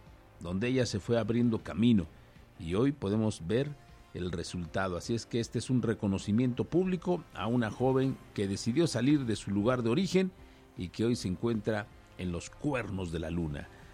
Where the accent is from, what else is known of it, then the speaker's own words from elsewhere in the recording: Oaxaca, Mexico; y lo cual, para nosotros como oaxaqueños, saber que ella nació acá